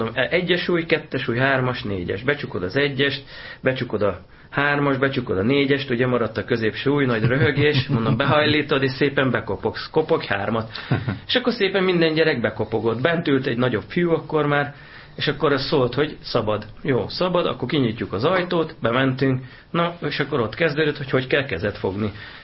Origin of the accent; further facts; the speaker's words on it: Hungary; mink cigányok, jó magyarok vagyunk.